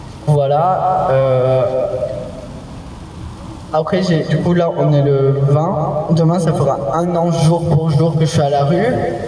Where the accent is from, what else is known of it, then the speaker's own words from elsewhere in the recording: Marseille, Provence-Alpes-Côte d'Azur, France; Je suis de Marseille